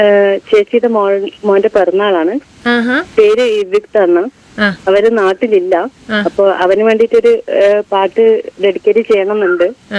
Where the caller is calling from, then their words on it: Kerala, India; ഞാൻ പൈസക്കുന്നാണ് വിളിക്കുന്നത്.